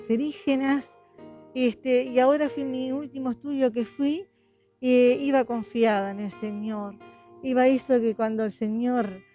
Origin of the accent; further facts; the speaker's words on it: Montevideo, Uruguay; Yo vengo de Montevideo